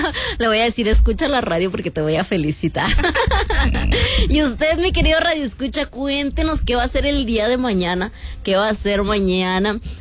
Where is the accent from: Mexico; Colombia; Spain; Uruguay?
Mexico; porque pues como buenos mexicanos andamos todos de última hora.